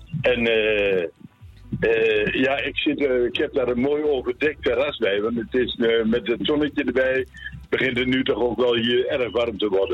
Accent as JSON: {"language": "Dutch", "town": "Enschede", "region": "Overijssel", "country": "Netherlands", "tie": "born there", "moved": "yes", "lives_now": "Kampen, Netherlands", "said": "Ik ben geboren in Enschede, maar ik woon nu in Kampen."}